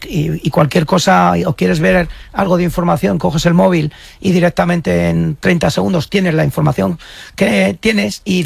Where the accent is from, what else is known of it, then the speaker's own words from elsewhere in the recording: Íscar, Castile and León, Spain; Eso curte, sí, sí, es un territorio duro. Soy castellano y ahí nos hacemos duros.